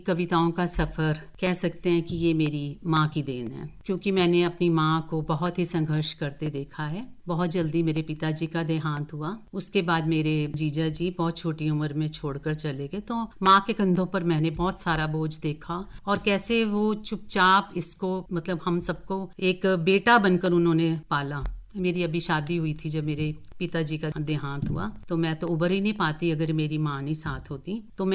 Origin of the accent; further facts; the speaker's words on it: Dharamshala, Himachal Pradesh, India; also born or lived in Palampur; मैं धर्मशाला की निवासी हूँ।